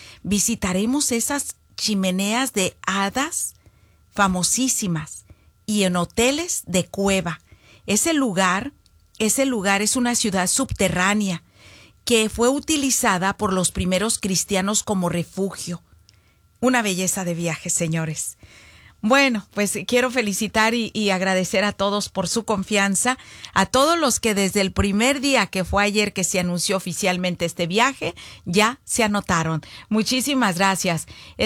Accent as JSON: {"language": "Spanish", "town": "Zacualco de Torres", "region": "Jalisco", "country": "Mexico", "tie": "born or raised there", "moved": "yes", "said": "Los de la Cruz Verde son los de mi barrio, oiga. De allá de mi pueblo, de Zacualco de Torres."}